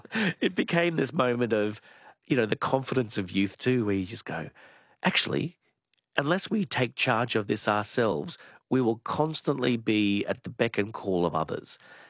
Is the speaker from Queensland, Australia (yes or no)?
yes; Logan, Queensland, Australia; born or raised there